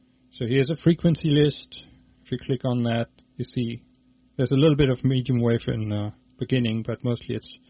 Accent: Germany

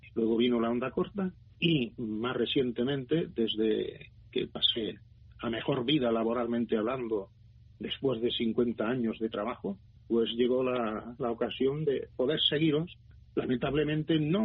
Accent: Tarragona, Catalonia, Spain; Digo, pues no, soy español. ¿Y de dónde viene? Pues mire, vengo de Tarragona, allí al lado de Barcelona.

